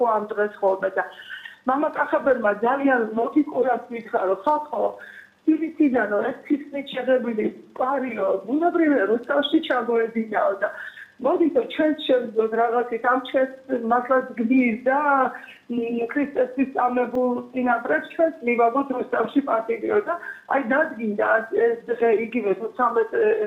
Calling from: Rustavi, Kvemo Kartli, Georgia; მე мама კახაბერის მეუღლე გახლავართ რუსთავიდან.

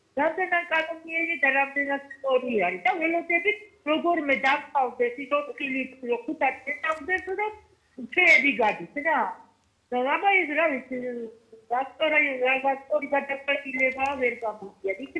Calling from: Sighnaghi district, Kakheti, Georgia; მე მაღალმთიანი რაიონიდან ვარ, სიღნაღის რაიონიდან. ერთი გასაჭირიმა, გენაცვალე, პენსიონერი ვარ.

